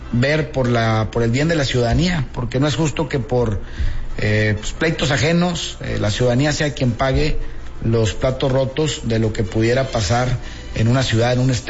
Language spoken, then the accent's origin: Spanish; Mexico; porque pues, somos un país, México, somos todos, ¿no? Todos somos ciudadanos mexicanos